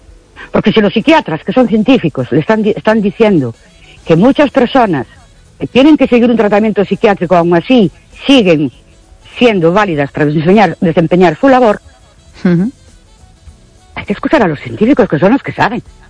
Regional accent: Ourense, Galicia, Spain; Buenas noches … de Orense.

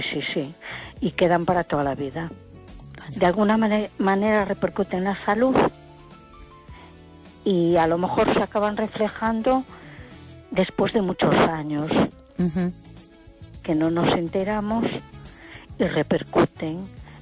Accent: A Coruña, Galicia, Spain

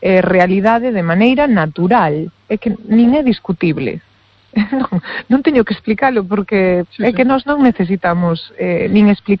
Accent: Burela, Galicia, Spain; para min pois son de Burela igual que son eu.

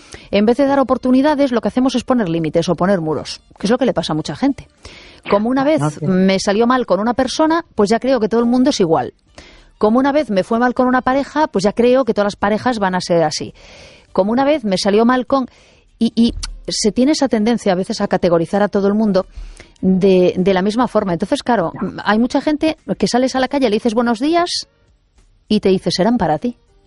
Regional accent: Galicia, Spain; En gallego decimos feixe

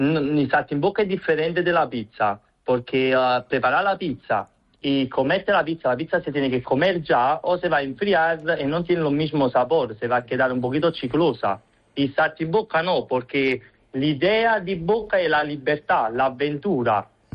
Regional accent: Naples, Campania, Italy; Spanish is a second language; moved away as an adult; also born or lived in Madrid; now in A Coruña, Spain; Yo soy italiano y a los 22 años

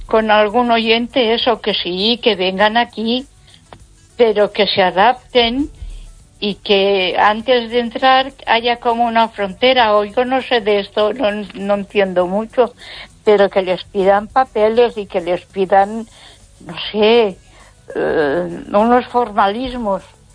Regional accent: Ponferrada, Castile and León, Spain

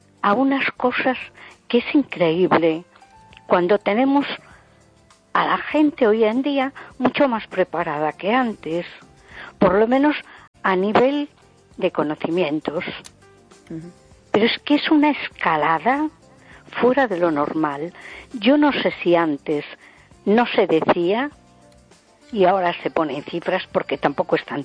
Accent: A Coruña, Galicia, Spain

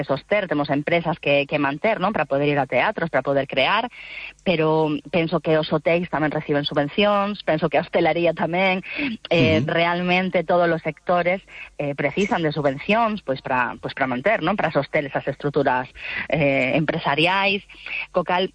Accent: Galicia, Spain; nós tamén somos creadoras galegas

